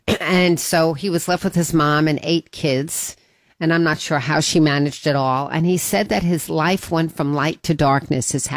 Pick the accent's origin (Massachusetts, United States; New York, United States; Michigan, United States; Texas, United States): New York, United States; Woodmere; now in Westport, United States; also from my hometown, from Woodmere